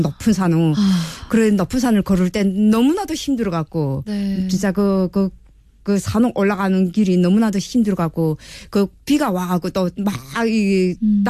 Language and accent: Korean; North Hwanghae, North Korea; moved away as an adult; 저도 북한에 저희 황북도가 고향이고